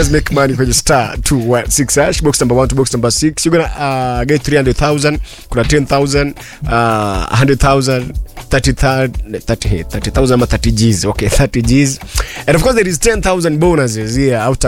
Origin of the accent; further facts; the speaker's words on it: Bungoma, Bungoma County, Kenya; Kisumu people, my Bungoma people.